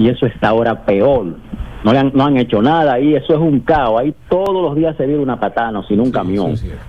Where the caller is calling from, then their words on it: Barahona, Dominican Republic; Le hablo desde Barahona.